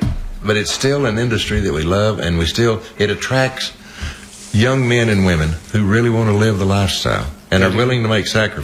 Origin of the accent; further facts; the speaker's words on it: United States; I grew up in the Canadian River Country, where it was really boggy